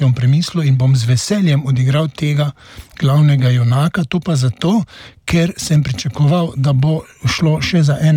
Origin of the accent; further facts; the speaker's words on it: Maribor, Podravska, Slovenia; born there; je edino moje rojstne mesto in je moje prvo mesto, moje mesto, kjer sem se prvič zaljubil, kjer sem se prvič stepil